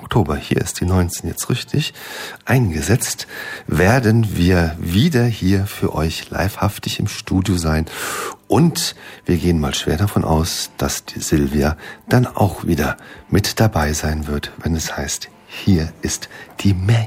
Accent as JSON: {"language": "German", "town": "Stuttgart", "region": "Baden-Württemberg", "country": "Germany", "tie": "born there", "moved": "yes", "lives_now": "Frankfurt, Germany", "said": "Nein, ich bin im Ausland geboren. Ich bin in Baden-Württemberg geboren, in Stuttgart. Also ich bin sozusagen zwangsmigriert worden nach Frankfurt."}